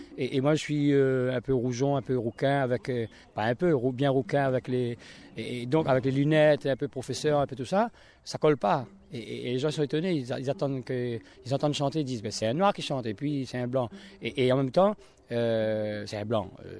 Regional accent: Réunion

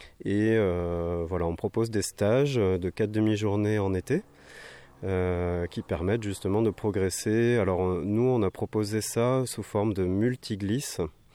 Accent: Overseas France, France; Je suis originaire de l'Outre-mer et voilà, et j'ai travaillé aussi dans le Sud-Ouest, à Oléron.

